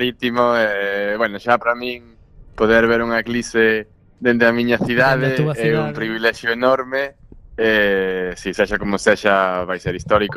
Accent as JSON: {"language": "Galician", "town": "A Coruña", "region": "Galicia", "country": "Spain", "said": "Eu sendo coruñés, pois sempre aboguei moito por facelo na Coruña, e grazas ás virtudes da nosa cidade"}